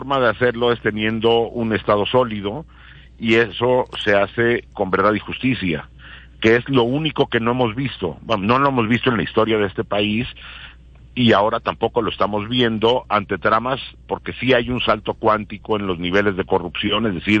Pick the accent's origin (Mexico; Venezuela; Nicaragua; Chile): Mexico; sabemos como mexicanos